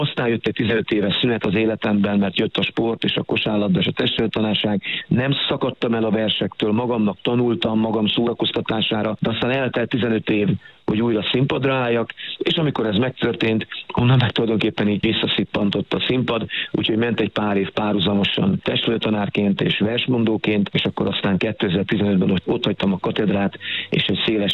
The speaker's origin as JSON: {"language": "Hungarian", "town": "Kunszentmiklós", "region": "Bács-Kiskun", "country": "Hungary", "tie": "born or raised there", "said": "2017-ben Kunszla Miklósról, az én szülővárosomból gyalogoltam el a horvátországi Szent Lászlóba"}